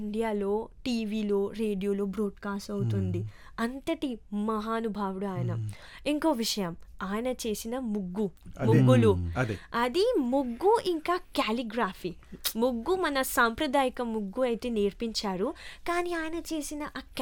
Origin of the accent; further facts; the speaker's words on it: Mauritius; నేను అన్నా నేను మారిషస్ నుంచి వచ్చాను మారిషస్ నుంచి వచ్చానని వినగానే